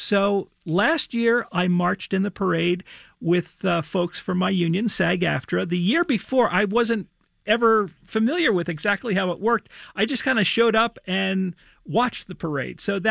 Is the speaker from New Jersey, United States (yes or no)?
yes; Cranford, New Jersey, United States; I came out first at a public meeting in my hometown of Cranford, New Jersey, and I was scared to death when I was sharing this.